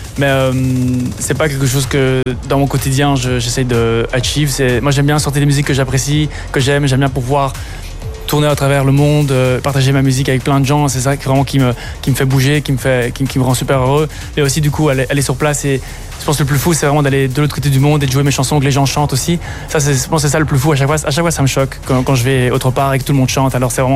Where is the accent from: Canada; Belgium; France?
Belgium; Brussels, Brussels-Capital Region; je viens de Bruxelles.